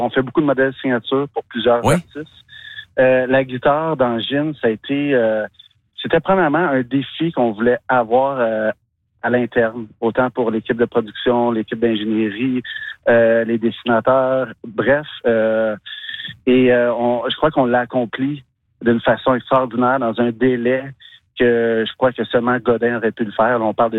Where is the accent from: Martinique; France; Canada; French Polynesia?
Canada; Montreal, Quebec; Je viens de Montréal moi-même, j'habite Montréal.